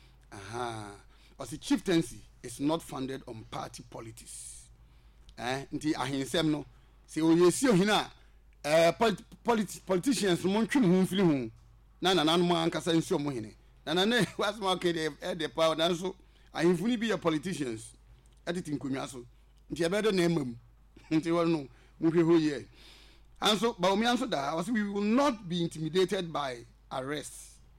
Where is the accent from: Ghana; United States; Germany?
Ghana; I'm from a Ghanaian. I'm from a Ghana.